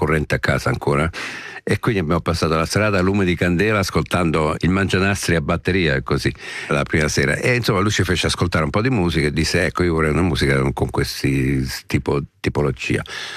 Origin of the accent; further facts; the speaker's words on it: Brazil; Italian is a second language; now in Italy; Ho detto: ma guarda, io sono brasiliano, quindi ce l'ho nel sangue.